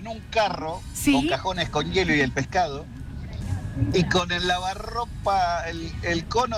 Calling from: Punta Alta, Buenos Aires Province, Argentina; Andaba en bicicleta y me iba hasta la playa, en Arroyo Pareja, que soy de Punta Alta yo.

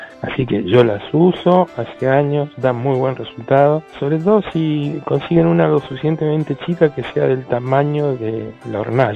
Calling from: Buenos Aires, Argentina; del Parque Chas.

